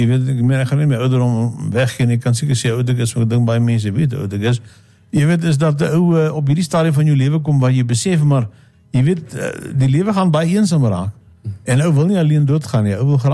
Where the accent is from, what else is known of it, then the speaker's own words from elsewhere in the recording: Northern Cape, South Africa; moved away; ek het daar gaan blijven my hele leven lang, apper, ek is weg uit die Noordkap, dan moet ek baie mooi dink, ek dink die jaar 1984, 85.